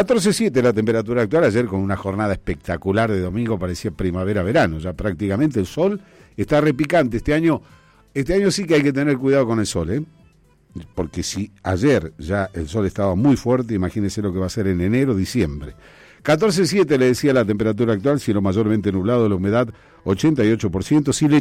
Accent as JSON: {"language": "Spanish", "country": "Argentina", "said": "como argentino bien parido que soy"}